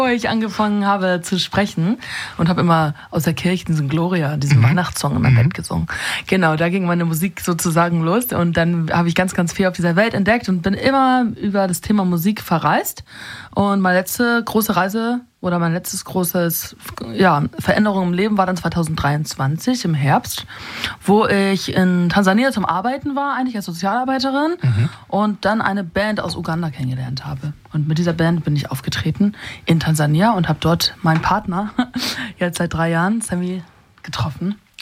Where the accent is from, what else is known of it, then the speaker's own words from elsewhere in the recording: Northern Germany, Germany; accent: nordischer Schnack; now in Tanzania; ich komme aus Wagtheide.